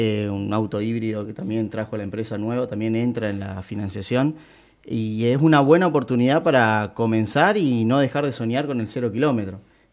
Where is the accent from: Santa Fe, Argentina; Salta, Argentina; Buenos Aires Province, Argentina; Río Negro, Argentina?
Santa Fe, Argentina; Rafaela; Bueno, nosotros somos de Rafaela, allá hay Didi, con un Didi